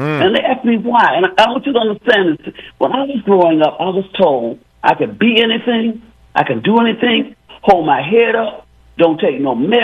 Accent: Montgomery, Alabama, United States; Well, you know, I grew up in the civil rights movement. I'm from Montgomery.

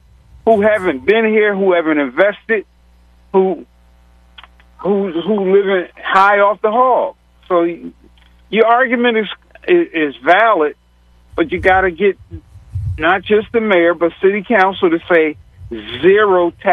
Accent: Philadelphia, Pennsylvania, United States; I grew up in North Philly, you grew up in North Philly.

